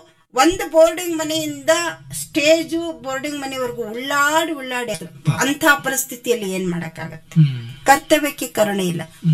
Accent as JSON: {"language": "Kannada", "town": "Kuknur", "region": "Karnataka", "country": "India", "tie": "born or raised there", "said": "ನನ್ನೂರು Kuknur"}